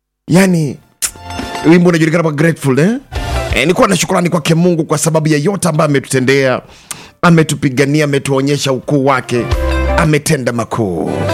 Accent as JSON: {"language": "Swahili", "region": "Nyanza", "country": "Kenya", "said": "Of course … ni kutoka hapa. Hapa hapa si kwa mlima, natoka hapa Nyanza. Hapa tu, hapa Nyanza."}